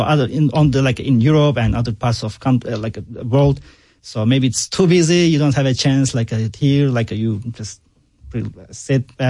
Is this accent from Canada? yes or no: no; Istanbul, Turkey; English is a second language; moved away as an adult; now in United States; Yeah. So I grew up in Istanbul.